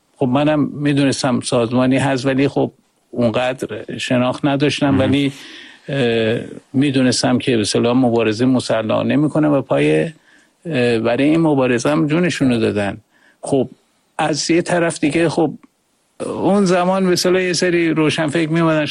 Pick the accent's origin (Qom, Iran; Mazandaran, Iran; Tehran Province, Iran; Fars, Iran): Tehran Province, Iran; Tehran; moved away as an adult; also born or lived in Kermanshah; از بچگی ولی خانوادم اومدن تهران دیگه، در واقع از تهران بزرگ شدم، اونجا مدرسه و دبیرستان رفتم